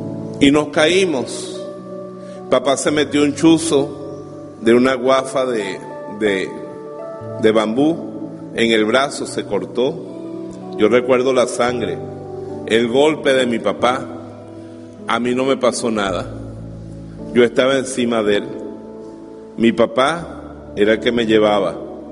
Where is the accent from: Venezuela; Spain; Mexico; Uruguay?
Venezuela; Bejuma, Carabobo; Cuando yo estaba pequeño, un día fuimos a la hacienda Santa María que quedaba frente a mi pueblo en Bejuma.